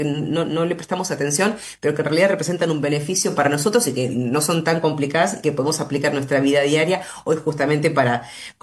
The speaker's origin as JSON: {"language": "Spanish", "country": "Argentina", "said": "¿Somos los argentinos, te consulto tu experiencia, por supuesto, un poquitito así reacios a ir al médico"}